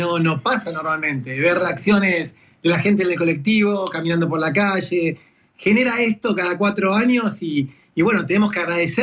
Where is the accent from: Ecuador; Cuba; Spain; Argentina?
Argentina; lo que somos los argentinos